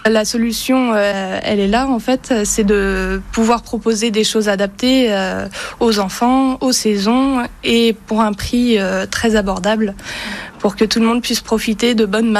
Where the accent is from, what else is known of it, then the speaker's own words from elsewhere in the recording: Pays de la Loire, France; moved away as an adult; now in Saint-Gilles-Croix-de-Vie, France; Je viens de la Sarthe. On est dans la région depuis 3 ans